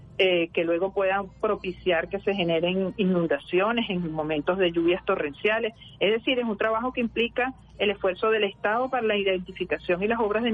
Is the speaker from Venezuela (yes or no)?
yes; Venezuela; nosotros como venezolanas y venezolanos